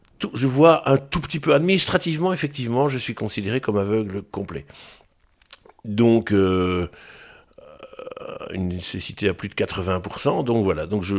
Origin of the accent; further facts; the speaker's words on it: Charleroi, Wallonia, Belgium; also born or lived in Gosselies / Braine-le-Comte; now in Marcinelle, Belgium; Je suis né à Gosselies. Et donc, j'ai vécu à Jumet pendant une bonne vingtaine d'années. Puis, je suis arrivé à Marcinelle. Puis, j'ai déménagé pour la Brenne-le-Comte. Et puis, je suis revenu à Marcinelle.